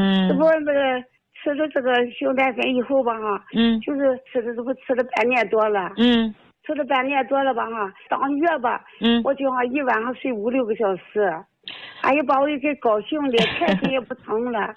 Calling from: Qingdao, Shandong, China; 我这个是青岛的。

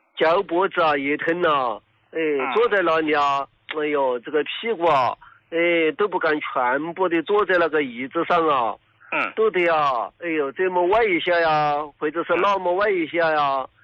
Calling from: Sichuan, China; 胡老师，我是四川的一个听众。

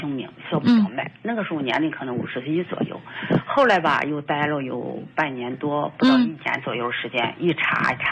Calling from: Jinan, Shandong, China; 我是济南的

